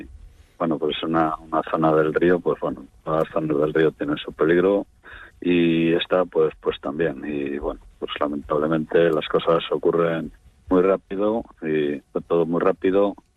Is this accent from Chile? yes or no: no; Venta de Baños, Castile and León, Spain; born there